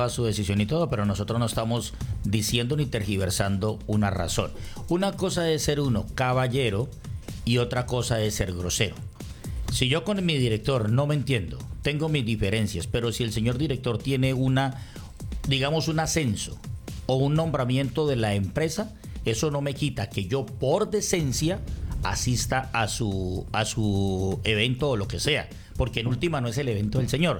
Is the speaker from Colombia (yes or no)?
yes; Colombia; Pero como colombiano, quiero lo mejor